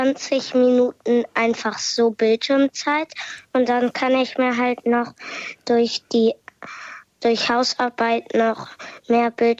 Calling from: Hanover, Lower Saxony, Germany; Ich bin 7 und ich komme aus Hannover.

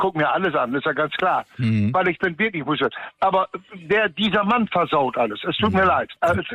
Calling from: Germany; Dafür bin ich Deutscher.

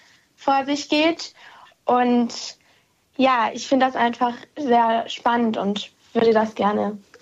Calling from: Hamburg, Germany; Ich bin 12 Jahre alt und komme aus Hamburg.

